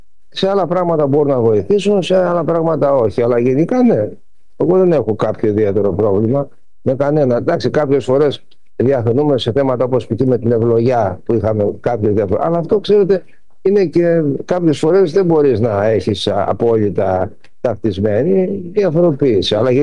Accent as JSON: {"language": "Greek", "town": "Patras", "region": "Western Greece", "country": "Greece", "tie": "born or raised there", "moved": "as an adult", "lives_now": "Larissa, Greece", "said": "χαίρομαι πολύ που είμαι στην πατρίδα μου, εδώ. Έχω φύγει 41 χρόνια"}